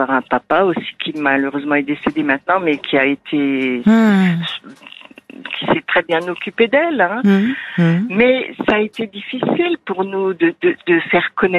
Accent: Toulouse, Occitanie, France; vous savez.

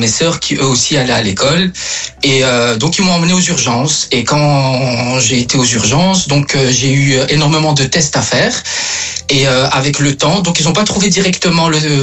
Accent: Brussels, Belgium; Alors, je suis de Bruxelles.

